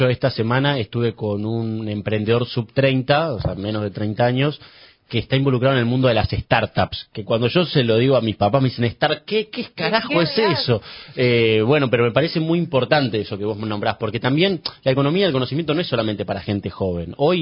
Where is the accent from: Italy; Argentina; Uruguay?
Argentina; Buenos Aires; yo nací, me crié y vivo en la ciudad de Buenos Aires